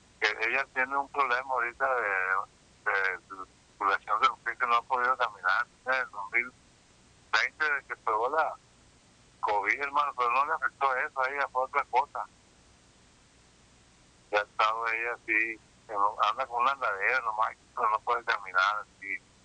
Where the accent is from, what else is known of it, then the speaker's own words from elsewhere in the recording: Sinaloa, Mexico; now in Tijuana, Mexico; Soy de Sinaloa